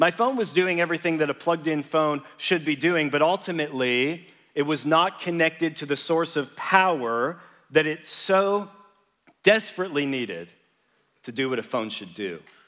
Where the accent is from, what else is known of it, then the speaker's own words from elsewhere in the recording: Canada; accent: Canadian; now in Linköping, Sweden; I'm not originally from Linköping, believe it or not. This is not Okhotsk that you are hearing right now. This is English spoken with a Canadian accent, which is by far the most beautiful kind of English there is.